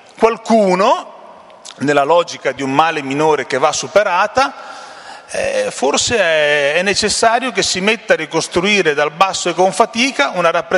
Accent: Modena, Emilia-Romagna, Italy; quando sono cresciuto io a Modena

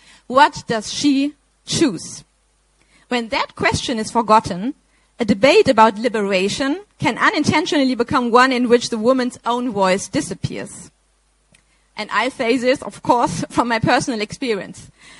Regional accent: Germany; I'm from Germany, a journalist from Germany

